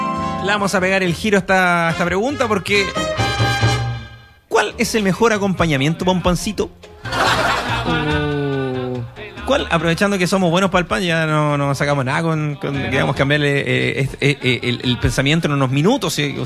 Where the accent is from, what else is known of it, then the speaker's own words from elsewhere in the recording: Chile; nuestro país